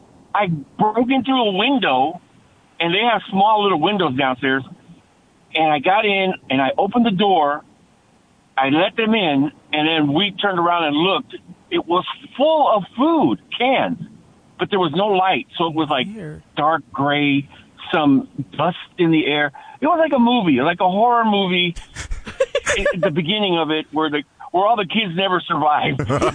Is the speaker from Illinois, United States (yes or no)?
yes; Chicago, Illinois, United States; moved away; I grew up in Chicago, in the south side of Chicago.